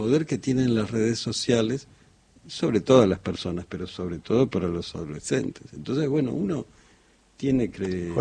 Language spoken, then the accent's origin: Spanish; Argentina; yo soy re argentino y digo, bueno, este país ha recibido históricamente.